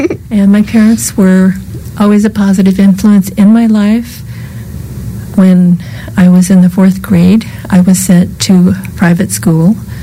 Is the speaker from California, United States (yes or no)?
yes; Fresno, California, United States; Well, I grew up mostly in Fresno.